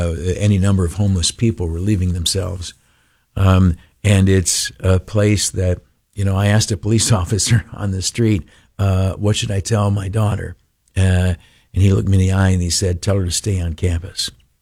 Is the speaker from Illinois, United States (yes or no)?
no; New York, United States; moved away as an adult; now in Capital Region, New York, United States; And I grew up in the Southern Tier.